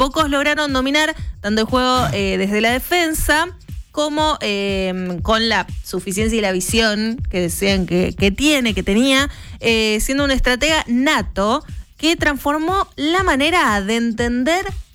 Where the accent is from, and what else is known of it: Argentina